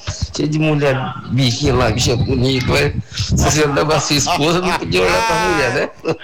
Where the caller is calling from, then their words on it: Camocim, Ceará, Brazil; lá na minha cidade